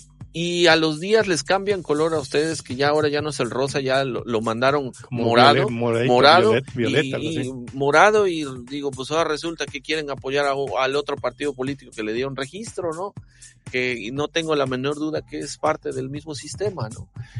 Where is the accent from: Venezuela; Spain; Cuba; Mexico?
Mexico; todos somos mexicanos